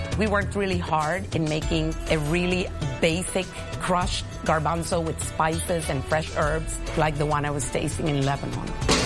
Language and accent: English; Lima, Peru; I am originally from Lima, Peru.